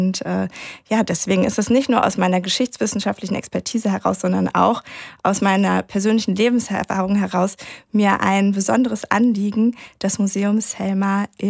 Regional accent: Cologne, North Rhine-Westphalia, Germany; Also ich bin tatsächlich Kölnerin, ich bin in Köln geboren.

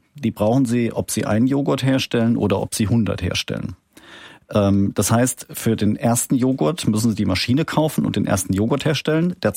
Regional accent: Baden-Württemberg, Germany; wie sie da im Speckgürtel Stuttgart, wo ich herkomme, sich darstellt

